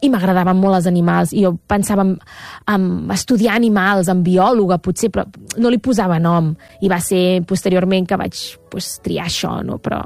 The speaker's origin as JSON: {"language": "Catalan", "town": "Terrassa", "region": "Catalonia", "country": "Spain", "said": "jo sóc terrassenca i estic a Terrassa bueno, m'encanta Terrassa"}